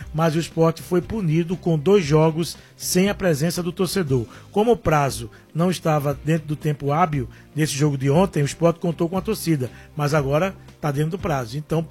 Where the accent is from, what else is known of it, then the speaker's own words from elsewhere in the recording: Pernambuco, Brazil; eu digo estaremos, porque somos de Pernambuco